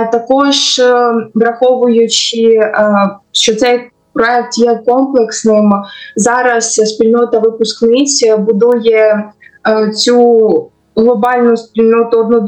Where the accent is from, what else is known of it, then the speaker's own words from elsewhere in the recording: Chernihiv Oblast, Ukraine; А я з міської громади Чернігівської області.